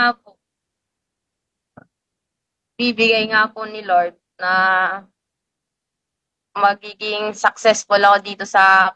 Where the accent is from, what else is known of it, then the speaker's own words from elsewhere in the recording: Bicol Region, Philippines; Taga Masbate province po.